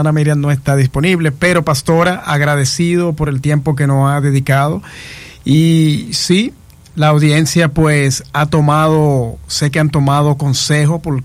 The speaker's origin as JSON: {"language": "Spanish", "country": "Dominican Republic", "said": "Sabemos que como dominicanos"}